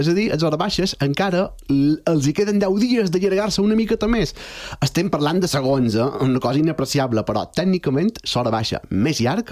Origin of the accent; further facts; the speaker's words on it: Balearic Islands, Spain; Jo soc de Zoia